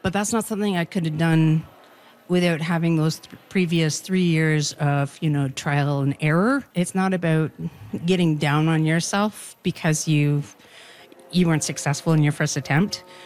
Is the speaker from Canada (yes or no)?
yes; Yellowknife, Northwest Territories, Canada; I'm from Yellowknife, and I have traveled to Edmonton to participate in the Rusty Musicians Camp as a conductor.